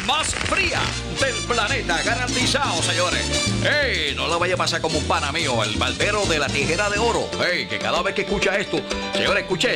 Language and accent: Spanish; Sabana Grande, Puerto Rico; mi pueblo Sabana Grande. Ah, mi pueblo Sabana Grande, mi barrio Molina City.